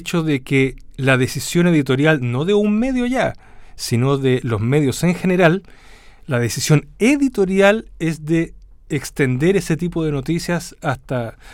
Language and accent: Spanish; Chile; somos el país de América Latina que tiene la mayor percepción de inseguridad y de miedo